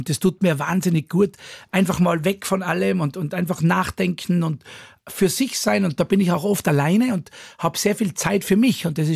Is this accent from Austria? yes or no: yes; Austria; now in Switzerland; aber bei den Auftritten in Österreich, in meinem Heimatland, da darf der Titel wahrscheinlich dann nie fehlen bei den Konzerten.